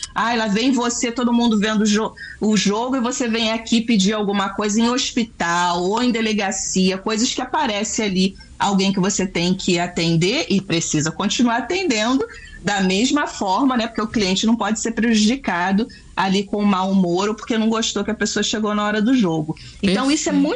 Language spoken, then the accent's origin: Portuguese; Brazil; como bom brasileiro, não desisto nunca